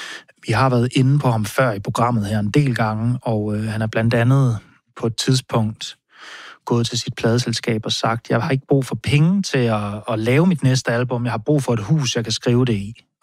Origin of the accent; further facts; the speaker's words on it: Aarhus, Central Denmark Region, Denmark; moved away as an adult; now in Copenhagen, Denmark; da jeg flyttede til København her. Jeg er normalt fra Aarhus. Og jeg var 18 år gammel